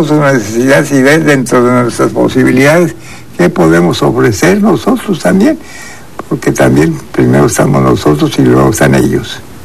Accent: Quintana Roo, Mexico; Nosotros pertenecemos a Quintana Roo. Somos parte de Quintana Roo

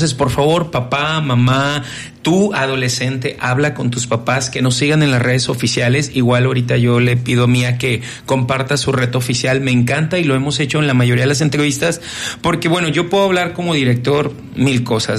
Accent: Manzanillo, Colima, Mexico; ¿de dónde eres? De Manzanillo, Colima, del Pacífico mexicano, de un lugar donde te imaginas de clase mundial, un puerto súper importante

